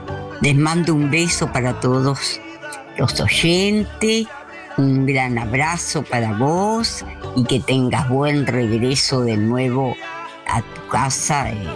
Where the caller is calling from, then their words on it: Buenos Aires, Argentina; de Villa Pueyrredón.